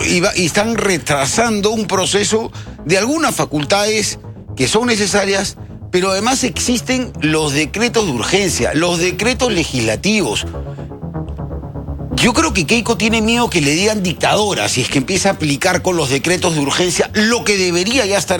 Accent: Peru; Somos nosotros, los peruanos

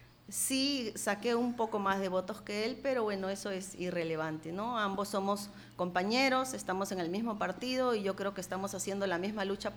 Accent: Lima, Peru; Quien les saluda es … Vengo de Lima. Provengo de cuna aprista, ya que mis padres son apristas, mi abuelo fue aprista.

